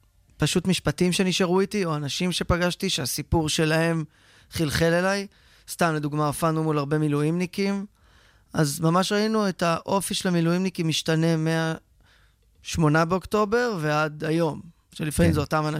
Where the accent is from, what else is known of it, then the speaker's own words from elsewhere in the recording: Rehovot, Central District, Israel; also born or lived in Tel Aviv; now in Or HaNer, Israel; אני גר באור הנר, זה חור קטן ליד שדרות, ככה אני תמיד מגדיר את הקיבוץ הזה. אני לא משם במקור, אני מרחובות, עברתי לשם בגיל, לפני איזה 7 שנים סופית עברתי לשם, אחרי שגרתי שם, ותל אביב